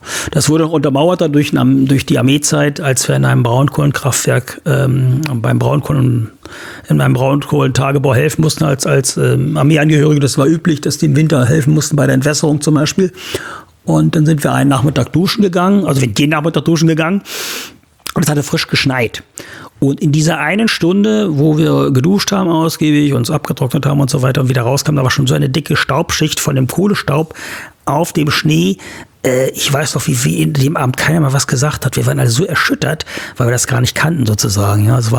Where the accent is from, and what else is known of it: Wieblitz, Saxony-Anhalt, Germany; born or raised there